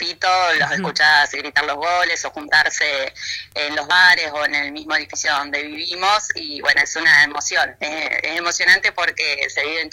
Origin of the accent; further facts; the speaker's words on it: Argentina; moved away as an adult; now in Spain; como somos los argentinos